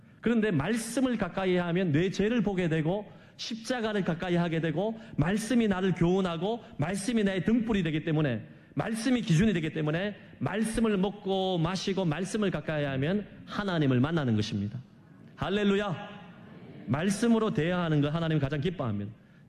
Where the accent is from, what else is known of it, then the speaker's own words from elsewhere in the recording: Gyeongsang, South Korea; 저도 경상도 남자라서 표현에 그렇게 익숙하지 못합니다.